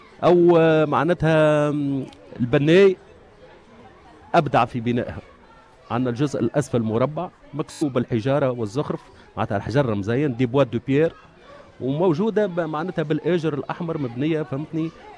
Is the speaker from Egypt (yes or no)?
no; Testour, Béja, Tunisia